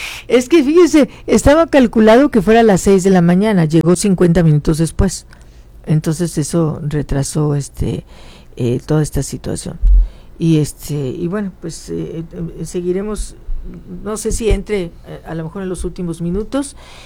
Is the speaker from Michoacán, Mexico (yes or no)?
no; Guanajuato, Mexico; moved away as an adult; Yo soy de Guanajuato, y si algo tenía de presunción Guanajuato, era la educación. Cuando yo llegué a la Ciudad de México, a la UNAM, me dijeron, ¿dónde estudiaste tu prepa en Guanajuato?